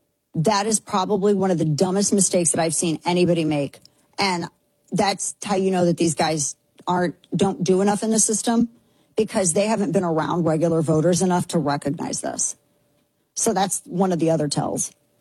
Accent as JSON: {"language": "English", "country": "United States", "said": "I'm an American."}